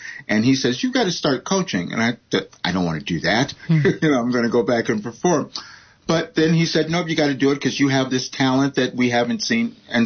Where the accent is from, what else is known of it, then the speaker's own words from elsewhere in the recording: Chicago, Illinois, United States; I'm originally from Chicago, and I, you know, came up in a traditional kind of family